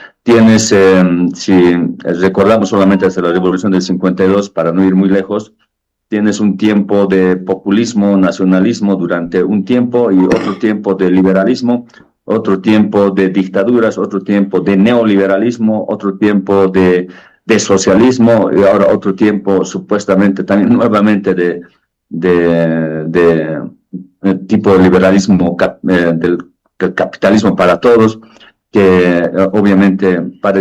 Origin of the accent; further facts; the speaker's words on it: Bolivia; todos somos bolivianos